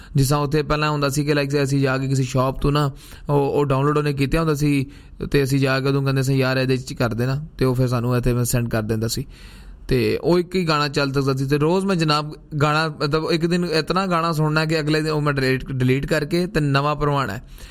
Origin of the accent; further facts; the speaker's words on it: Pakistan; moved away; ਜਦੋਂ ਮੈਂ ਪਾਕਿਸਤਾਨ ਤੋਂ ਆਇਆ